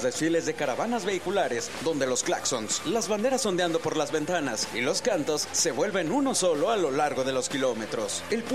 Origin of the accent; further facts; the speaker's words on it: San Luis Potosí, Mexico